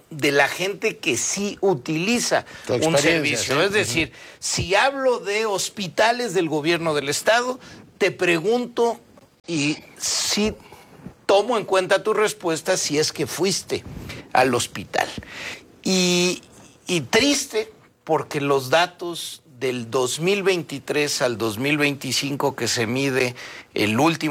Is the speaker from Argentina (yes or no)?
no; Mexico City, Mexico; soy un chilango.